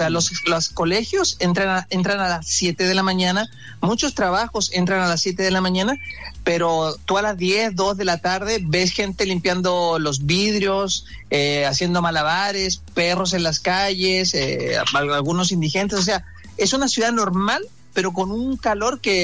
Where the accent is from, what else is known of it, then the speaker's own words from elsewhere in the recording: Chile; Y uno como chileno, es súper extraño salir de tu casa